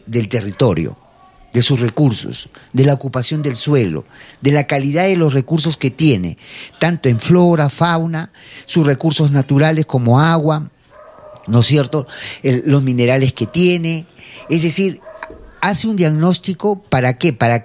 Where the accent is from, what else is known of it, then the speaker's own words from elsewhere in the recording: Arequipa, Peru; somos los arequipeños, los que vivimos aquí en la provincia